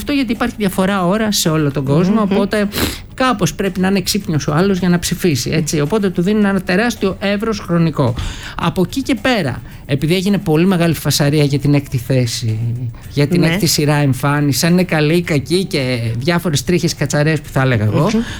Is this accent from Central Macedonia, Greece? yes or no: yes; Thessaloniki, Central Macedonia, Greece; Η πόλη μου είναι άλλο